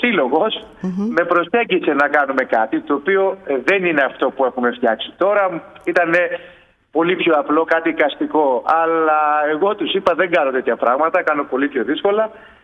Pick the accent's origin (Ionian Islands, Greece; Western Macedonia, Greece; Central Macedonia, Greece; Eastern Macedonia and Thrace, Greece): Ionian Islands, Greece; Lefkimmi; moved away as an adult; also born or lived in Athens; Και έτσι κάποια στιγμή αποφάσισα να γυρίσω στον τόπο μου. Λοκάτω στη Λευκύμη, μαζί με τη σύζυγό μου, έχω μια σχολή χορού και τέχνης.